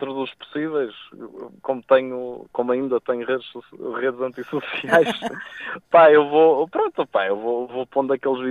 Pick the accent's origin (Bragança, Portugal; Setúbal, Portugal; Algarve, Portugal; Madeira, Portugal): Madeira, Portugal; Machico; also born or lived in Ireland; now in Porto, Portugal; a minha terra em Machico, apesar de ser na Madeira, tipo, é uma zona que até tem muitas montanhas, tipo, tem muitas nuvens e muito vento e chuva. E depois fui para a Irlanda